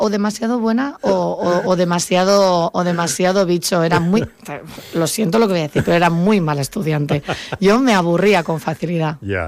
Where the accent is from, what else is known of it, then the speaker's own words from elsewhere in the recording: Barakaldo, Basque Country, Spain; moved away; De Bilbao, más concretamente soy de Baracaldo. Entonces, bueno, yo nací por allí y ahí me crié.